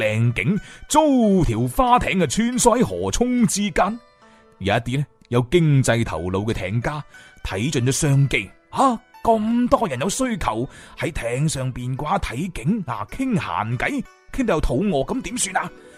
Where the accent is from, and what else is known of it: Guangzhou, Guangdong, China